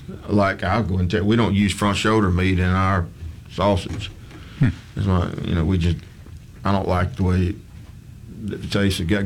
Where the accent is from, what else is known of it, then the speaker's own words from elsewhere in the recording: Star, Mississippi, United States; I come from Star, Mississippi.